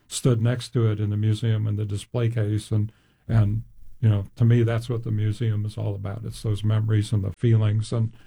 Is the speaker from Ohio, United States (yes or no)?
yes; Cleveland, Ohio, United States; I grew up in Cleveland, and so we had that.